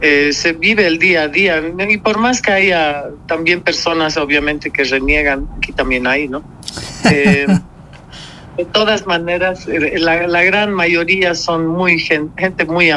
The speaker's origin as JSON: {"language": "Spanish", "country": "Bolivia", "tie": "born or raised there", "also_born_or_lived": "Heidelberg, Germany", "said": "yo nací en Heidelberg, mis papás allá se conocieron y cuando yo tenía 6 años ya nos vinimos a Bolivia"}